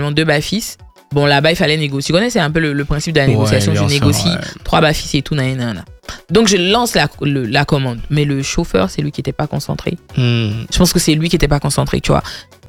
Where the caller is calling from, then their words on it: Abidjan, Côte d’Ivoire